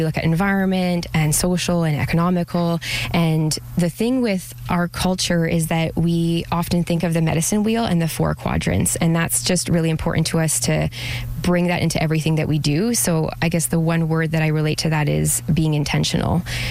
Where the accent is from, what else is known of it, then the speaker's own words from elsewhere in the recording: Ontario, Canada; now in New Brunswick, Canada; We're francophone aussi, and we're Indigenous from Ontario. So we just love the culture here.